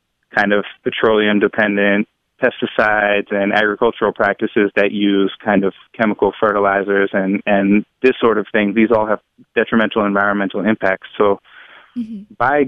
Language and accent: English; Dorchester, Massachusetts, United States; born or raised there